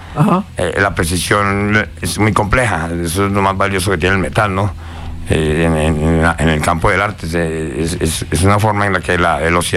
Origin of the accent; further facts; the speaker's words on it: Pereira, Risaralda, Colombia; Por eso estoy acá en Pereira, por eso la familia, pues todo el tiempo crecimos en Pereira.